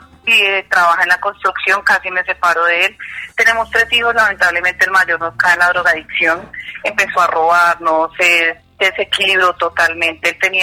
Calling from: Granada, Antioquia, Colombia

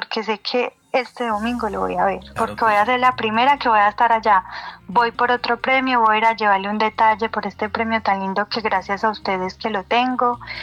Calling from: Bello, Antioquia, Colombia; Llamo de Bello, Antioquia

